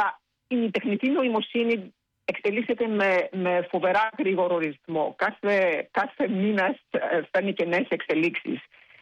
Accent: Greece; moved away; προέρχεται από την Ελλάδα, που προέρχεται από την πατρίδα μου. Και παρόλο που έχω φύγει τόσα χρόνια, έχω ακόμα ένα πολύ ισχυρό δεσμό με την Ελλάδα.

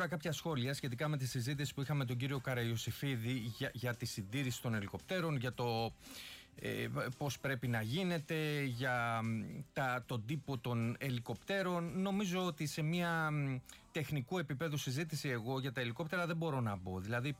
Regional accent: Piraeus, Attica, Greece; επειδή την ξέρω την περιοχή και ξέρω ότι ως Πειραιώτης

